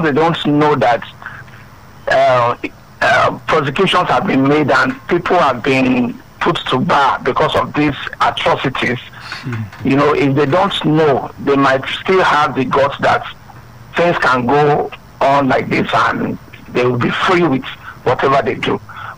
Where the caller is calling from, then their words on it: Lagos, Nigeria; I'm calling from Yanapaja, Lagos.